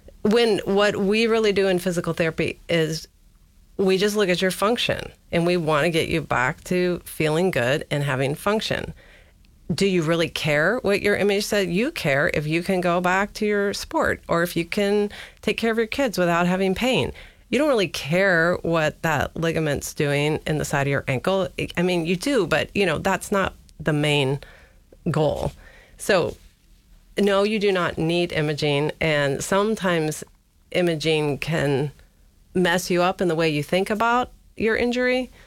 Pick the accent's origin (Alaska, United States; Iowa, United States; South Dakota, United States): Alaska, United States; Gakona; Originally, I grew up in Gakona, Alaska.